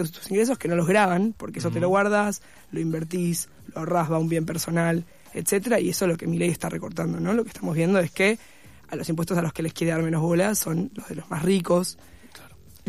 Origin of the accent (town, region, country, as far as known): Argentina